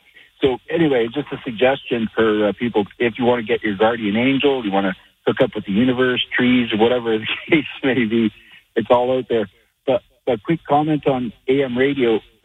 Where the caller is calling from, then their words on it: Alberta, Canada; we get like 2 AM radio stations and 1 FM out of Cold Lake where Tim is. And because I'm not far from Cold Lake.